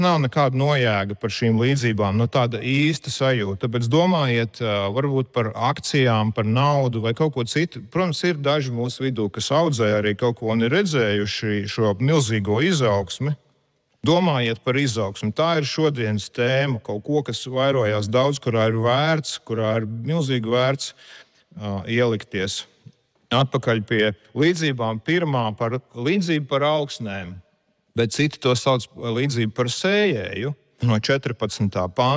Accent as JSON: {"language": "Latvian", "region": "Riga", "country": "Latvia", "tie": "born or raised there", "said": "Mēs viestura uzaugām Rīgā blakus Biķernieku trasei, kur vienmēr bija šīs auto sasensības, kuras mēs gājām skatīties šie rēkoņi."}